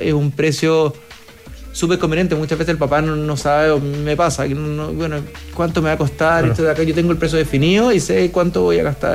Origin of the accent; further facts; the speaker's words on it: Chile; nosotros como chilenos también somos bastante tradicionales.